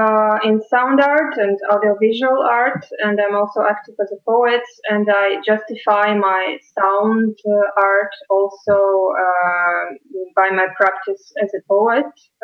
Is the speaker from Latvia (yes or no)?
yes; Latvia; first language Russian; English is a second language; I'm from Russian minority in Latvia with that background from Russian community. So it's mostly, I use Latvian for communication